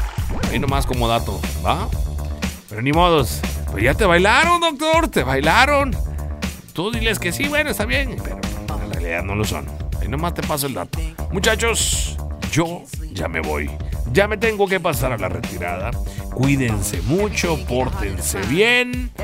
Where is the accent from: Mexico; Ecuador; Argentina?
Mexico; Nosotros, como mexicanos, apoyamos al producto local.